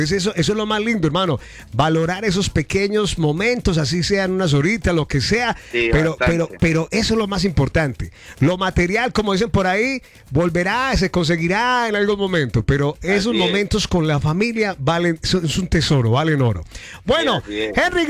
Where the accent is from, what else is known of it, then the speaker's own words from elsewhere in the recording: Antioquia, Colombia; Porque como buenos paisas, también hay veces lo dejamos para el último.